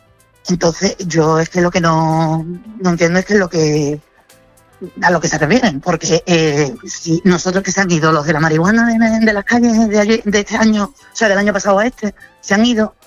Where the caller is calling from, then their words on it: Seville, Andalusia, Spain; Desde que yo vivo en Torreblanca, que son 7 años ya